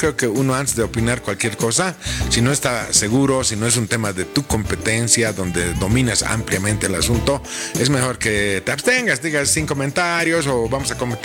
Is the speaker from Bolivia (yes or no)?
yes; La Paz, Bolivia; yo soy paseño de Cepa, he nacido en La Paz, he vivido en La Paz, nunca me he ido a vivir a ningún otro lado, excepto de vacaciones, por unos días, digamos. Entonces soy muy, muy, muy paseño.